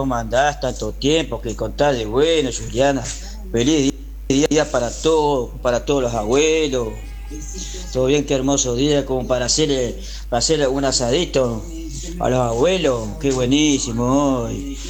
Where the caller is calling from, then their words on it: Córdoba, Argentina; soy de acá de Villa Adela, área se pica flor de acá de Villa Adela.